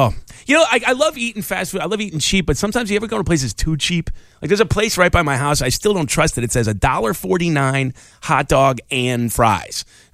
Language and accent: English; Chicago, Illinois, United States; now in Los Angeles, United States; Yeah, my hometown. You know, I think I love being from Chicago. It was great to do, like, a hometown thing because a lot of people just don't get us. Like, I live in L.A. now.